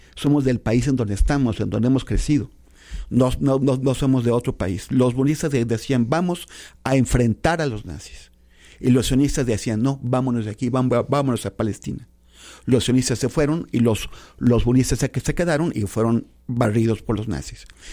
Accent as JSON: {"language": "Spanish", "country": "Mexico", "said": "nosotros como mexicanos"}